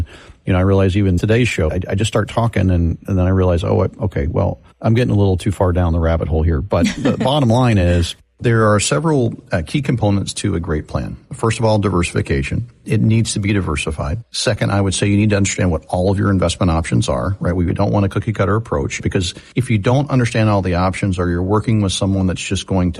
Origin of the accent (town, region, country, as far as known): Florida, United States; born or raised there